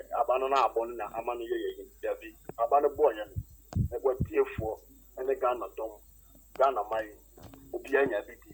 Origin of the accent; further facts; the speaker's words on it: Ghana; I will say, no, I am from Ghana.